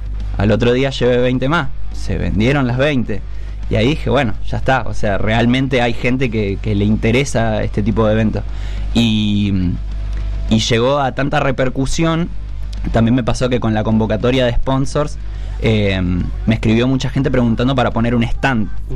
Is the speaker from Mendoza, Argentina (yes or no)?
no; Plottier, Neuquén, Argentina; yo que soy de Plotier, que si bien está al lado de Neuquén, no es lo mismo. Es un pensamiento más de pueblo